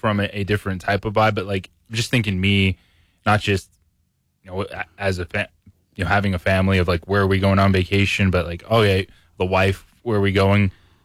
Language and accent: English; Albuquerque, New Mexico, United States; born there; also born or lived in Los Alamos, New Mexico; So my family was there for a little bit. I was born in Los Alamos.